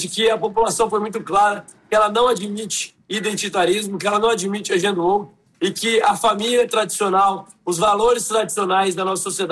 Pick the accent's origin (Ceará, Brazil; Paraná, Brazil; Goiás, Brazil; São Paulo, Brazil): São Paulo, Brazil; born there; eu amo ter nascido nesse estado, eu amo a minha terra.